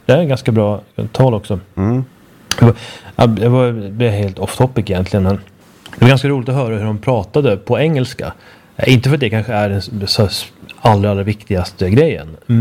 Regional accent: Sweden; accent: Swedish

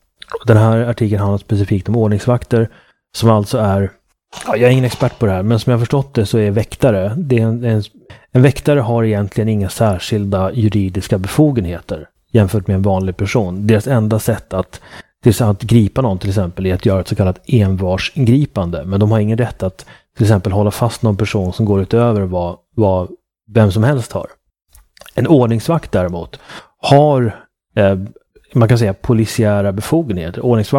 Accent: Uppsala, Uppsala County, Sweden; jag kommer från Uppsala.

